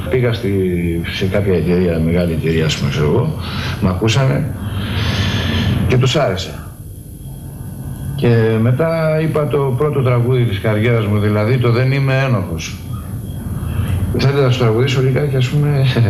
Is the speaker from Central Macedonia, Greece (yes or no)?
yes; Thessaloniki, Central Macedonia, Greece; Πήγαμε στη Θεσσαλονίκη, εγκατασταθήκαμε εκεί, μεγάλωσα στη Θεσσαλονίκη.